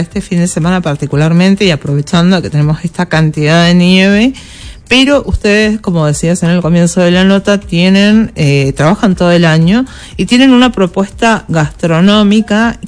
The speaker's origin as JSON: {"language": "Spanish", "region": "Mendoza", "country": "Argentina", "said": "cómo hacemos los mendocinos para acreditar justamente que somos mendocinos"}